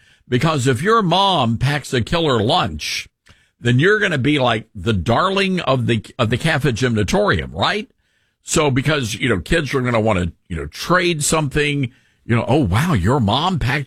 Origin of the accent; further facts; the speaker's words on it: the South, United States; moved away as an adult; being a Southerner living in Brooklyn